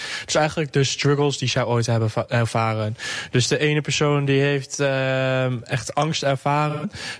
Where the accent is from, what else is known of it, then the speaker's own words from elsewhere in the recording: Buurse, Overijssel, Netherlands; Ja, ik ben zelf homo, ik val op jongens. En ik kom zelf dus uit Buurssen, een klein dorpje uit het oosten.